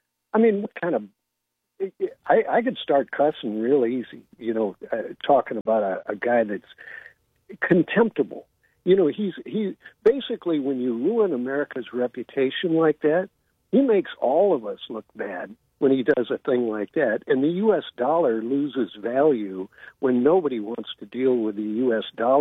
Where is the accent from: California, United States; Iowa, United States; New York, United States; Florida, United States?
California, United States; Well, I'm the guy from California.